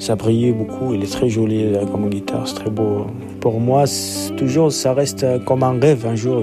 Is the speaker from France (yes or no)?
no; Tamanrasset, Tamanrasset Province, Algeria; born there; il y a un mariage chez nous à Taman Rasset